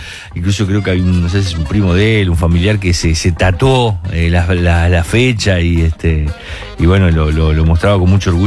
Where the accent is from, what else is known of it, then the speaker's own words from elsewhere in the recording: Trinidad, Flores, Uruguay; now in Montevideo, Uruguay; en Trinidad, ahí en mi pueblo, en la ciudad de Trinidad